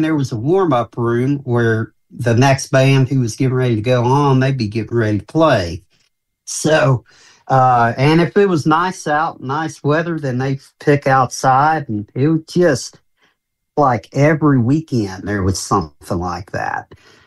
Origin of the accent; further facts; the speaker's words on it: Henryville, Indiana, United States; now in Charlestown, United States; Yeah, I grew up in Henryville and I live in Charlestown.